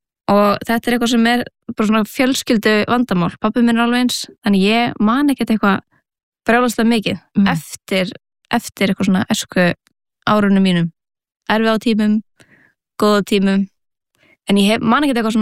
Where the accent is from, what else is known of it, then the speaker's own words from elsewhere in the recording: Reykjavík, Capital Region, Iceland; Herði, ég ólst upp eða fættist í Reykjavík og haf alltaf búið hér. Bjó fyrstu 7 ár æfuminar á Baldurskötunni, neyri bæ og svona miðbæjar barn.